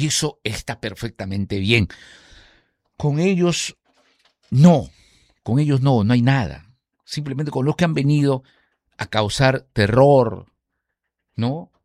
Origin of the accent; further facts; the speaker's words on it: Venezuela; moved away; Yo soy extranjero, yo soy de Venezuela.